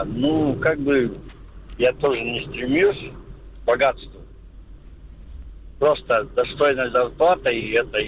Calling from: Tyumen, Tyumen Oblast, Russia; Я из Тюмени звоню.

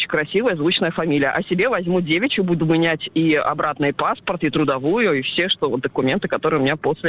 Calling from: Yaroslavl Oblast, Russia; Около Углича.

